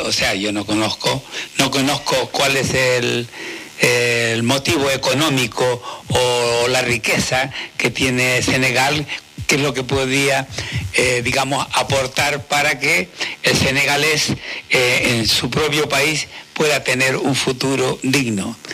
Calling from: Canary Islands, Spain; Somos lo peor de todo el Estado español, en Canarias.

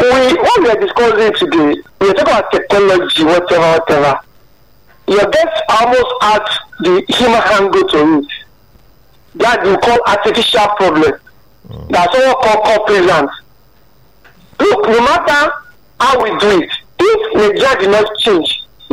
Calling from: Mushin, Lagos, Nigeria; calling you from Mushin.

